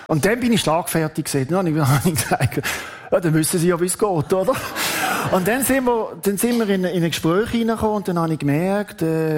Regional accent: Basel, Basel-Stadt, Switzerland; ich bin in Basel aufgewachsen.

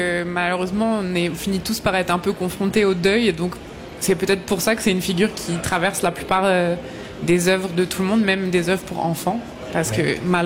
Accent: France; moved away as an adult; now in Canada; quand on est français, française, premièrement, on n'est pas super sympa à l'étranger.

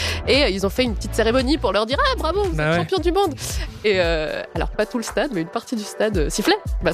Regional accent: Basque Country, Spain; Parce qu'on est basque.

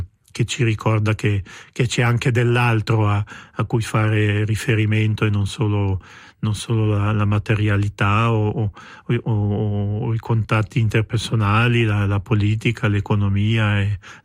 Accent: Switzerland

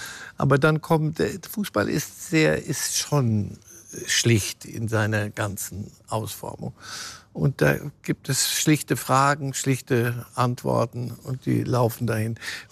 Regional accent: Switzerland; Da bin ich also, als Schweizer Staatsbürger, jetzt ist aber gut.

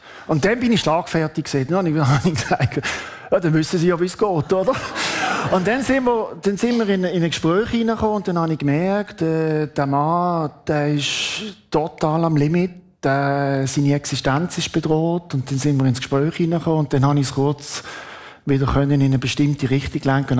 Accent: Basel, Basel-Stadt, Switzerland; ich bin in Basel aufgewachsen.

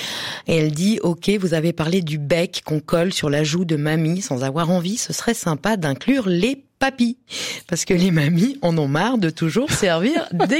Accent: Geneva, Switzerland; Je suis Genevoise.

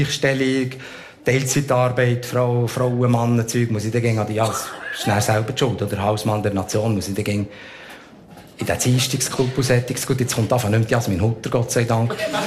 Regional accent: Switzerland; bei uns in der Schweiz, ja, läuft darum eben der Geschlechterdiskurs auf einem tieferen Niveau ab

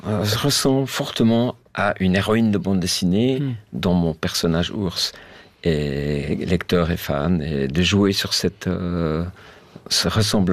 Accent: Switzerland; Je suis suisse, hein, mes débordements

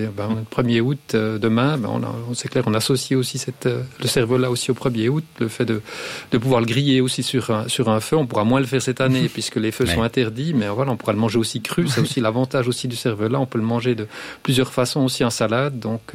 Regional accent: Jura, Switzerland; Moi, en tant que jurassien

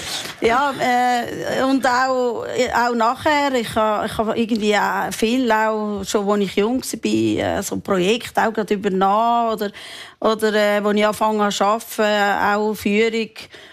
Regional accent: Switzerland; Ich bin Schweizerin. Ich kenne sehr viele Länder sehr gut

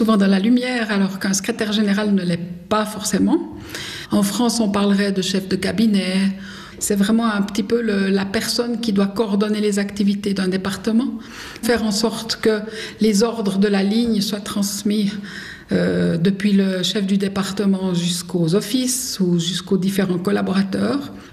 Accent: Romandy, Switzerland; le fait de partager aussi la même langue, le fait d'être suisse romande lui aussi.

